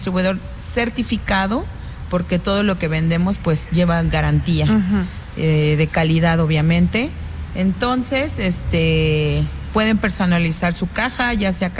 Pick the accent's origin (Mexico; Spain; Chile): Mexico; somos orgullosamente mexicanos aquí.